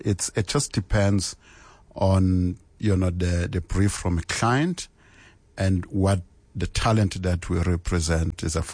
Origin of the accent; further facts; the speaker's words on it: Orange Farm, Gauteng, South Africa; I come from Orange Farmer.